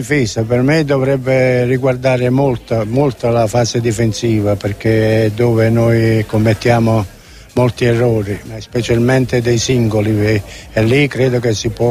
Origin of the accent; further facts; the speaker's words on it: Naples, Campania, Italy; da buon napoletano, da giocatore del Napoli di tanti anni